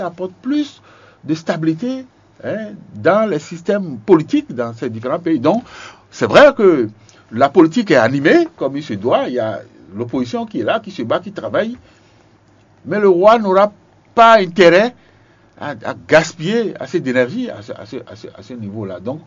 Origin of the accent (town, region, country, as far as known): Benin